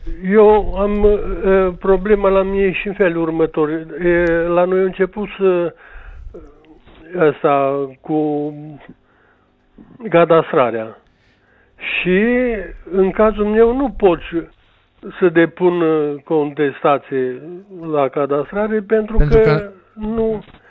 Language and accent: Romanian; Doleni, Romania; Sunt română de la Doleni